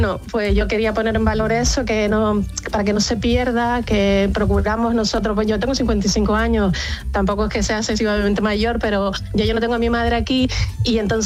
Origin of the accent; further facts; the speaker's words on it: Canary Islands, Spain; en mi caso, que soy de Canarias, pues hay muchas palabras canarias que yo la escuchaba a mi madre